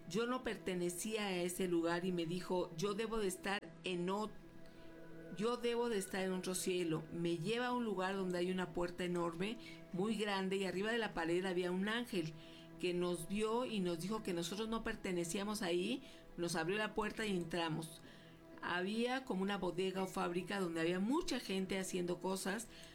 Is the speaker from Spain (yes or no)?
no; Jalisco, Mexico